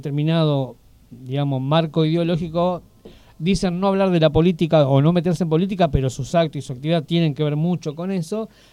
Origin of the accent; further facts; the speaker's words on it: Argentina; cómo somos los argentinos